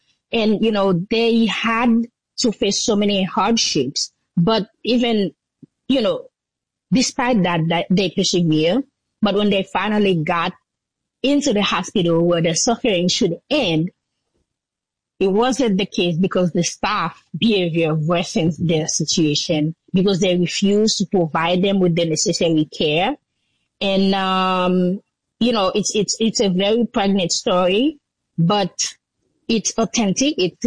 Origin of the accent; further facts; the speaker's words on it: Jacmel, Sud-Est, Haiti; And the road leading to Jacmel, my hometown, was closed through Martissa, which is like, you know, a very big region in Port-au-Prince.